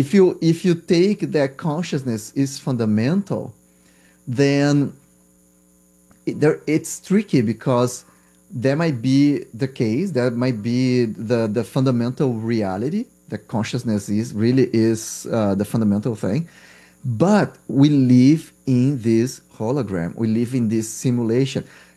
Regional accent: Brazil; because I'm from Brazil, and Brazil medical school is undergrad

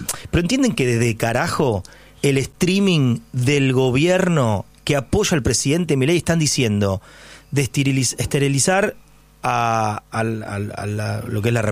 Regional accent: Argentina; que como argentinos permitamos que esto suceda en nuestro país.

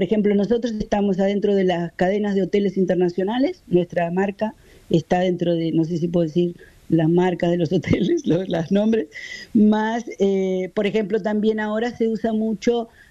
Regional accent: Ensenada, Buenos Aires Province, Argentina; now in Cape Verde; ahí en Ensenada, de donde yo soy

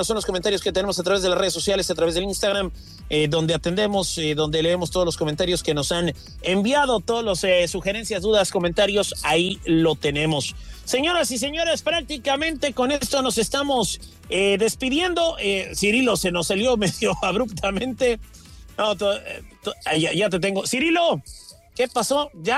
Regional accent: Mexico

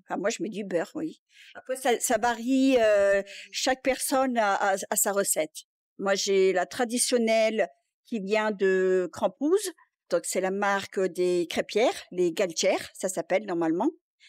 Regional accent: Valenciennes, Hauts-de-France, France; moved away as an adult; also born or lived in Nice; now in Mapleton, Australia; Moi, d'origine, je suis du Nord, de Valenciennes, et j'ai habité à peu près 20 ans sur la Côte d'Azur, à Nice, avec mes parents. Et j'ai déménagé en Australie il y a à peu près 22 ans.

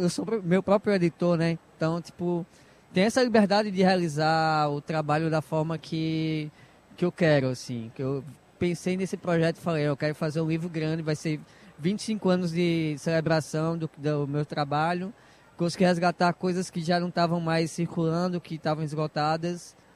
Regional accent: João Pessoa, Paraíba, Brazil; now in São Paulo, Brazil; Eu sou de várias localidades também, né? Eu sou de João Pessoa, mas moro em São Paulo, né? Há 8 anos

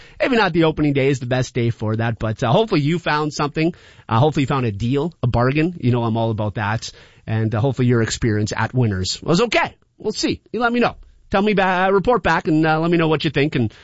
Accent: Sudbury, Ontario, Canada; now in Windsor, Canada; my hometown of Sudbury.

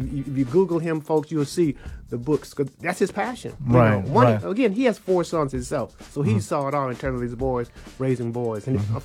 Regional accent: Little Rock, Arkansas, United States; While born and raised in Little Rock, East End.

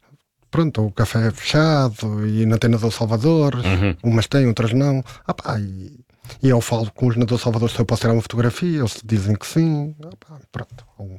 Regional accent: Portugal; sou português

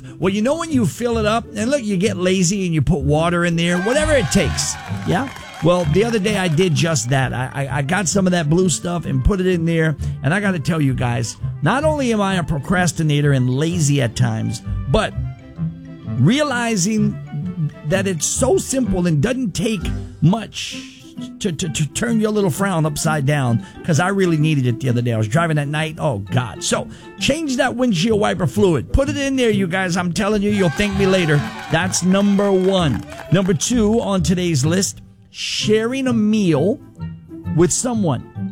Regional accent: New Orleans, Louisiana, United States; not like when I grew up back home in New Orleans.

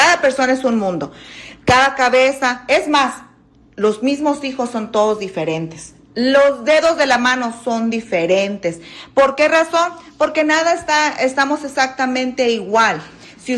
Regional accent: Michoacán, Mexico; No, soy de Michoacán.

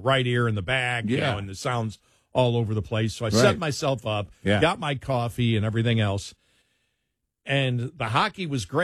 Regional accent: Buffalo, New York, United States; I'm from Buffalo, so I never trust any of my teams are going to do good luck.

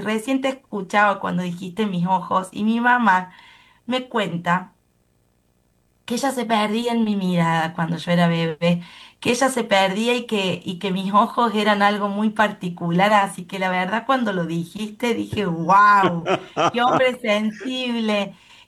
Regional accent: Deán Funes, Córdoba, Argentina; Vengo de Dian Funes, que es el norte de la provincia de Córdoba, una cuna de artistas maravillosos

